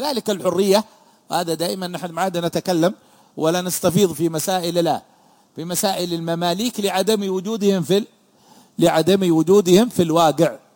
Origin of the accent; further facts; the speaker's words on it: Yemen; عندنا في اليمن